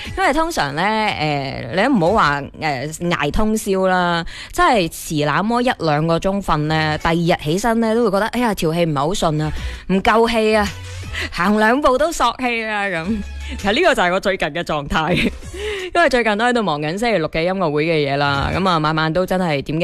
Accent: Foshan, Guangdong, China

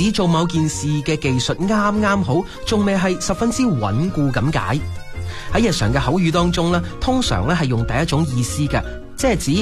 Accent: Guangdong, China; 我哋广东人食粥啦

